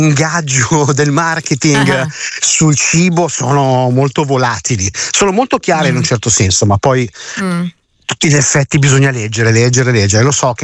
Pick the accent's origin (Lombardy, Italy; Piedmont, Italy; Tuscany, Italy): Lombardy, Italy; Milan; now in Liguria, Italy; io sono milanese ma vivo in Liguria